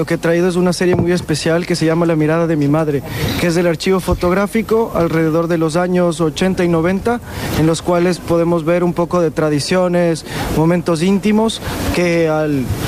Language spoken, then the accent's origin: Spanish; Ecuador; artista ecuatoriano